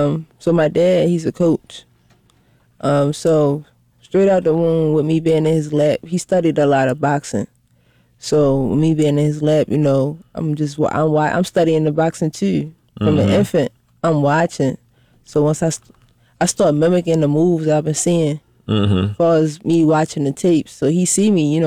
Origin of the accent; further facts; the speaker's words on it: Baltimore, Maryland, United States; So first I want to say I'm from West Baltimore.